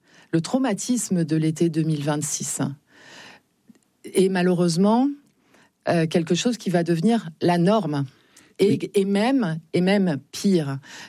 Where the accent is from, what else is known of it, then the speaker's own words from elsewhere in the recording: Nouvelle-Aquitaine, France; Moi, chez moi, en Deux-Sèvres, la courbe de la disparition des oiseaux et des insectes et la courbe de la perte du nombre d'exploitants agricoles, c'est exactement la même.